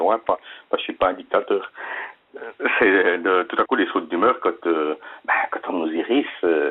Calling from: Neuchâtel, Switzerland; De Neuchâtel

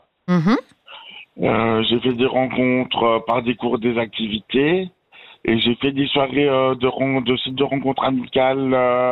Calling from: Geneva, Switzerland; Je suis genevois, oui, bien sûr.

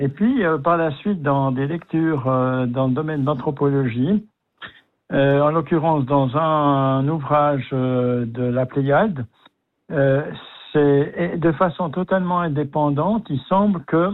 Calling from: Biel/Bienne, Bern, Switzerland; De la région biennoise, oui.

